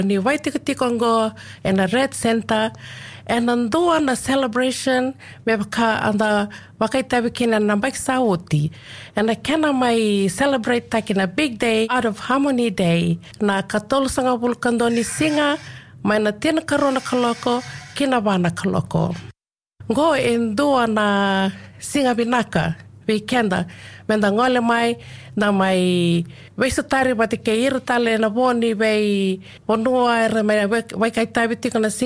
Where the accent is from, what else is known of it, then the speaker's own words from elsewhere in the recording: Gelikuro, Central Division, Fiji; now in Alice Springs, Australia; I am from Gelikuro, the province of Tailebu, from the beautiful island of Fiji. I have lived in Alice Springs for the last 14 years with my family.